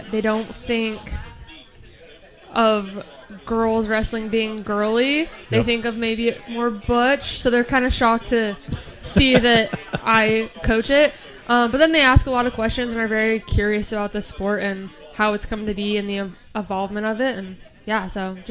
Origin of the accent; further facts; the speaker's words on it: Idaho, United States; moved away as an adult; now in West Virginia, United States; So I'm originally from Idaho